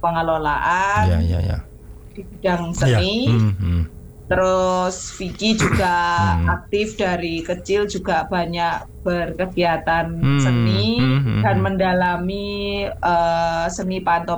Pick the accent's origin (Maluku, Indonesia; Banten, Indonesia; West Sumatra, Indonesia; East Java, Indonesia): East Java, Indonesia; Magetan; moved away as an adult; now in Yogyakarta, Indonesia; Saya sendiri asli Magetan.